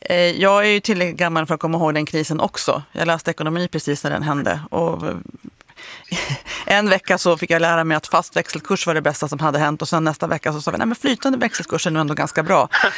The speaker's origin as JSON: {"language": "Swedish", "region": "Jämtland County", "country": "Sweden", "tie": "born or raised there", "said": "Jag ska ta med dig upp till mina hemtrakter uppe i Jämtlandsskogarna."}